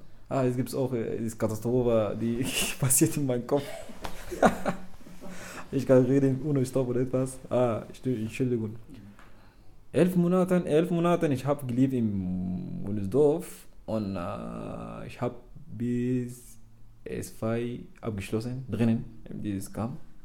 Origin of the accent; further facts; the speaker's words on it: Sudan; German is a second language; moved away as an adult; now in Germany; Ich komme aus dem Sudan und ich kann Arabisch sehr, so gut.